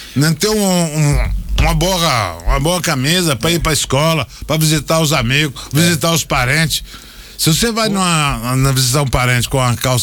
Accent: Buriti, Maranhão, Brazil; O Cerrado é quando eu era garoto lá em Buriti, o cerrado ali é muito pouco.

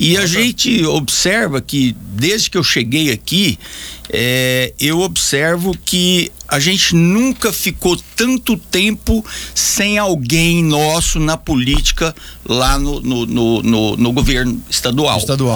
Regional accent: Goiânia, Goiás, Brazil; also born or lived in Brasília; now in Anápolis, Brazil; Eu sou goianiense, sou campineiro, mas sou cidadão anapolino e amo demais essa cidade, onde eu realmente vim de Brasília para cá na época, transferido para a Força Aérea

